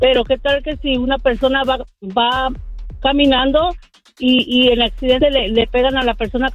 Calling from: Oakland, California, United States; aquí yo hablo de Oakland

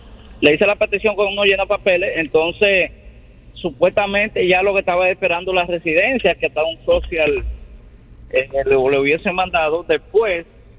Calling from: New York City, New York, United States; yo fui aquí a Westchester, la sucursal que tiene aquí en Westchester, en el Bronx

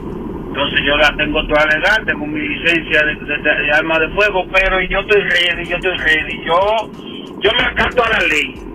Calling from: Pennsylvania, United States; Yo vivo en Pensilvania, y aquí sí es heavy

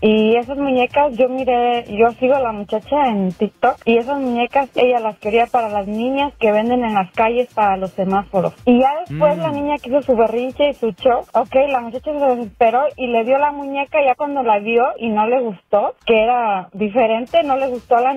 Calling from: Los Angeles, California, United States; de Los Ángeles.

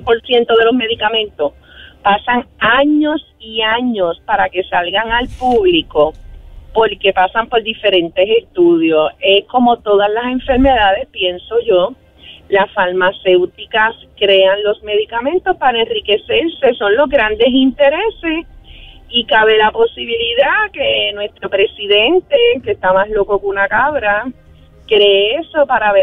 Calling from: Puerto Rico; como somos parte de Estados Unidos

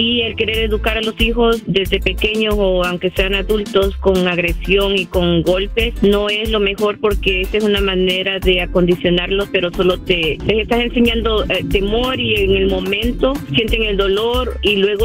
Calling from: Los Angeles, California, United States; te llamo de la ciudad de Sun Valley.

